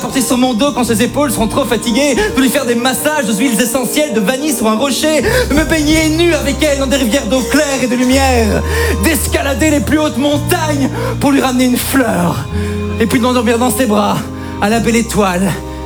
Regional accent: Belgium; Tu me plais beaucoup, hein, mais bon, je viens de Belgique, j'ai une éducation, j'ai des principes.

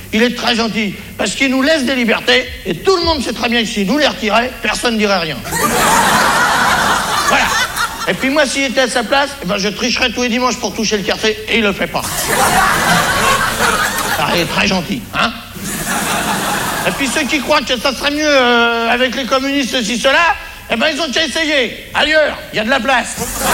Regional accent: France; D'abord parce que je suis français

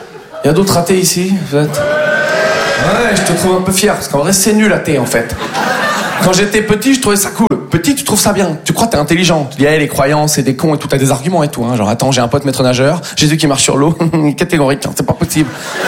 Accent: Nouvelle-Aquitaine, France; Moi, je viens du Poitou-Charentes.

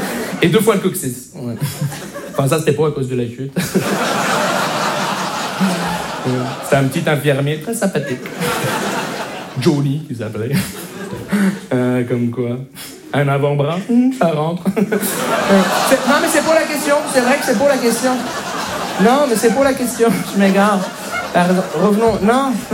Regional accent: Montreal, Quebec, Canada; je viens de Montréal.

